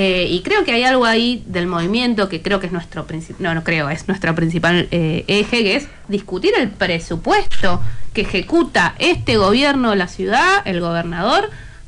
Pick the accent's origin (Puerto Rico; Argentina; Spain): Argentina; Buenos Aires; born there; yo nací acá en mi barrio, nadie nació en su barrio, somos más porteños que la polenta